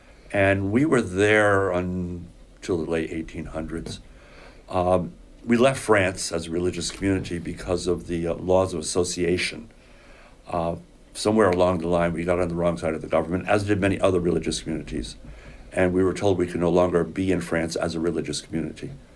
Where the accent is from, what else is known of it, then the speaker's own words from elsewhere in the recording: Plainfield, Connecticut, United States; I grew up in northern Connecticut, the northeast corner of Connecticut. I went to grade school in Plainfield, Connecticut, a Catholic school there.